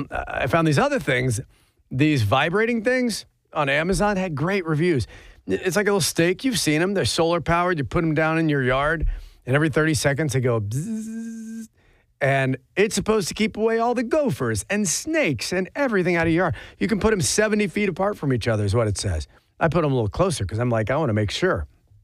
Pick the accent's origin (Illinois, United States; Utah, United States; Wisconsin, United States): Illinois, United States; Chicago; now in Bristow, Creek County, Oklahoma, United States; I live out in the country in Cree County in Bristow. I'm from Chicago, right? North side. But I've been here for 25 years.